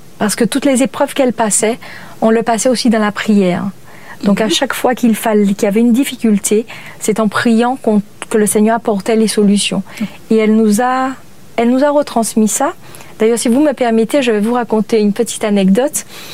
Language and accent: French; Le Vauclin, Martinique; born there; also born or lived in Venezuela; j'ai grandi d'abord au Venezuela et ensuite en Martinique, où je suis venue habiter avec ma mère et mon frère. Mmh. Et quand nous sommes arrivés en Martinique, donc nous avons habité sur le Vauclin.